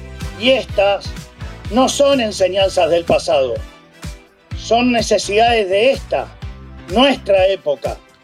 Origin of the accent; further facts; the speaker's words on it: Argentina; lo que nos une como argentinos es mucho más fuerte que lo que nos separa.